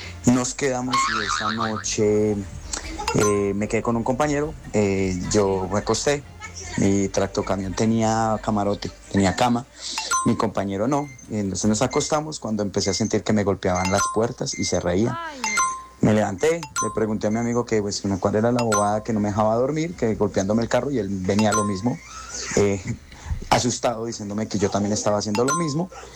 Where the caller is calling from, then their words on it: Colombia; yo soy camionero de Colombia, tanquero